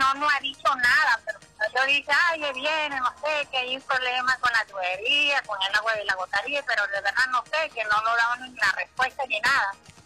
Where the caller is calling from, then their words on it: Píritu, Anzoátegui, Venezuela; Aquí en el Tejar, en el Tirito, bueno, como se dice, Tirito en Tejar, en la calle San Valentino.